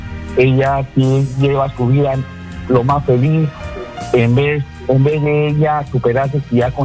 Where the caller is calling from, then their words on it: Lima, Peru; Me llamo de Breña, soy un taxista.